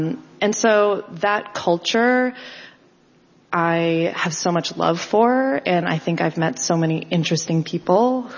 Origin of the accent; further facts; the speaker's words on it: Warwick, Rhode Island, United States; now in New Hampshire, United States; I'm from Warwick, Rhode Island.